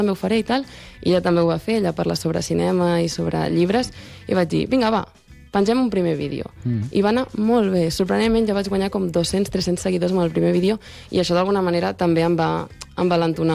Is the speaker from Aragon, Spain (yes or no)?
no; Catalonia, Spain; accent: Central Catalan; jo en el meu cas parlaré del meu dialecte, que és el català central.